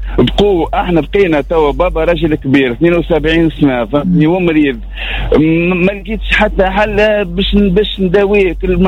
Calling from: Sfax, Sfax Governorate, Tunisia; من صفاقس، ساكني صفاقس.

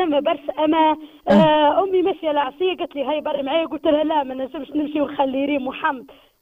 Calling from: Regueb, Sidi Bouzid, Tunisia

